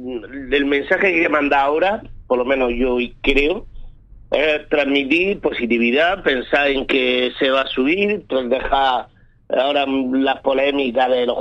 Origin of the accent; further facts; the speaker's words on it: Almería, Andalusia, Spain; Aquí somos muy relajados